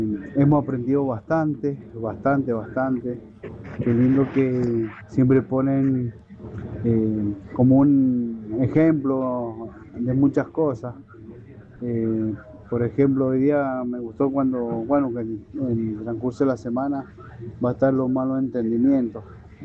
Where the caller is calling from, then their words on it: Las Heras, Mendoza, Argentina; nosotros somos de La Acera, de parte del Plumerillo. Estamos en la calle Dorrego y Lisandro Moyano.